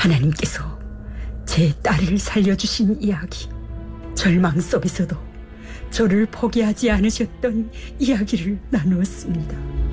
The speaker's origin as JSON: {"language": "Korean", "region": "North Hamgyong", "country": "North Korea", "tie": "born there", "moved": "as an adult", "said": "저는 북한 함경북도에서 태어나 가족을 위해 중국으로 탈북했지만 인신매매를 당했습니다."}